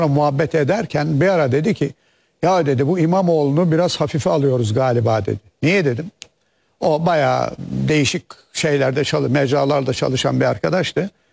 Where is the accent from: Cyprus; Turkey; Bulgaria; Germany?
Turkey; Istanbul; Bir İstanbullu olarak ben şunu sorarım.